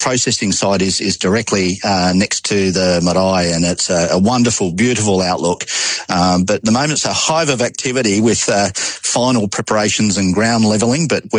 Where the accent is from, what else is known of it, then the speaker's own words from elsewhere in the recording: Australia; I'm an Australian.